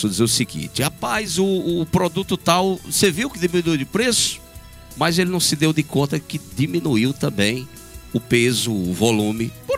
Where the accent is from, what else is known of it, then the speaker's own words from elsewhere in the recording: Brazil; nós somos brasileiros. Né? Nós vivemos nascemos e criamos e somos brasileiros. Vivemos aqui com a inflação daqui.